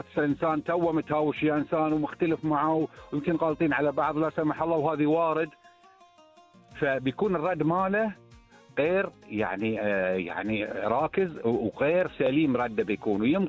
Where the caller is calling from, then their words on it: Bahrain; انا بحريني